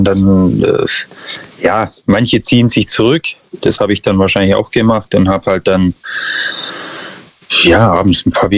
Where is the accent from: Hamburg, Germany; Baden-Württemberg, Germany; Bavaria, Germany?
Baden-Württemberg, Germany; Ulm; Ich bin aus Ulm, Neum.